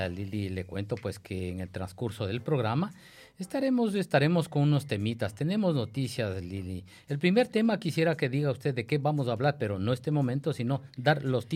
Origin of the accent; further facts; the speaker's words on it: Ecuador; now in Brussels, Belgium; como ecuatorianos que somos